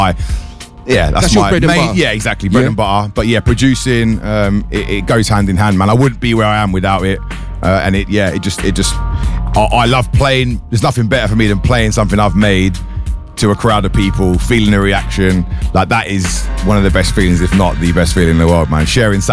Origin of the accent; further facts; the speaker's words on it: Bedford, East of England, United Kingdom; Born and bred in Bedford.